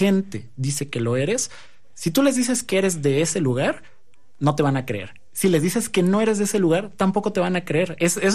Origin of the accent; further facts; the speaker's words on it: Mexico; born there; soy mexicano. ¿Y por qué? Les explicas, no, pues yo nací acá, soy de acá, mi familia es de acá